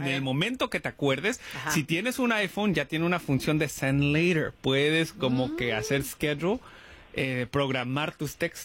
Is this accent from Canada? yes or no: no; United States; born there; yo siendo nacido aquí, obviamente no crecí con esa cultura.